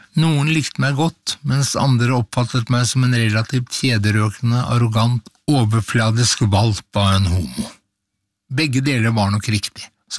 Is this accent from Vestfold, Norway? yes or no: yes; Horten, Vestfold, Norway; moved away as an adult; now in Oslo, Norway; som mitt første stopp som florist og blomsterdekoratør da jeg kom fra Horten til hovedstaden på 70-tallet.